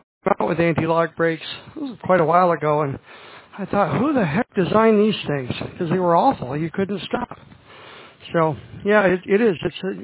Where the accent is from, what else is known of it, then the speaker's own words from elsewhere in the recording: Vermont, United States; now in New York, United States; I'm in New York and I'm originally from Vermont.